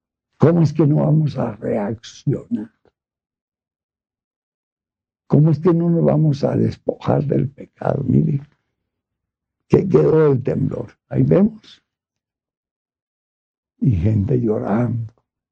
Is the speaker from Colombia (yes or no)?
yes; Colombia; se nos está incendiando el país.